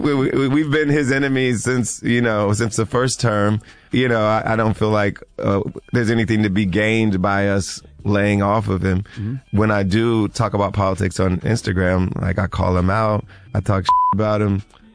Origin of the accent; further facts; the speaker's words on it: Ohio, United States; I'm still going to go out and campaign for candidates in my home state of Ohio.